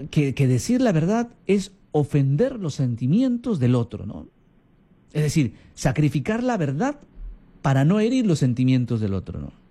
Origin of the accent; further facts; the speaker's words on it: Peru; estamos perdiendo el sentido de identidad como peruanos, como católicos, ¿no?